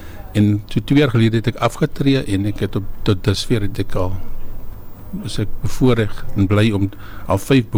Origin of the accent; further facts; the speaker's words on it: Strand, Western Cape, South Africa; also born or lived in Lusikisiki, Eastern Cape; So ek is in die Ooskaap gebore, Lusiki Siki, maar in 1968 het ons strand toe gekom en the village of the strand raised me. Ek het groot geword in South End, strand, ek is baie trots om te sê, ek is van die strand